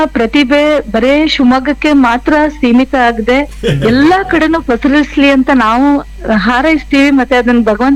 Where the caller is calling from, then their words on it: Bengaluru, Karnataka, India; ಬೆಂಗಳೂರಿಂದ